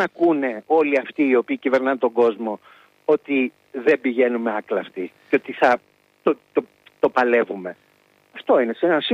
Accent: Greece

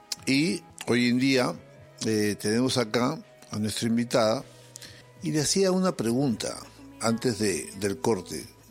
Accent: Peru; como peruano, soy muy peruano

